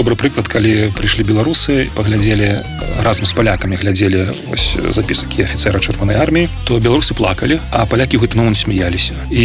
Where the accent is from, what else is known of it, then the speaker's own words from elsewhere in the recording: Belarus; accent: Belarusian; Ukrainian is a second language; moved away as an adult; now in Poland; у мене акцент, якби, буде так, білоруський